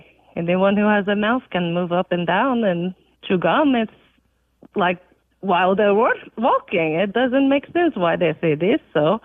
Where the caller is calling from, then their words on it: Huntsville, Alabama, United States; I am calling from Huntsville, Alabama.